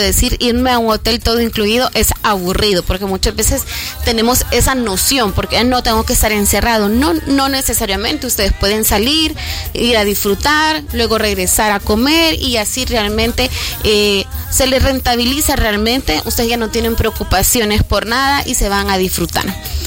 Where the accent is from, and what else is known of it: El Salvador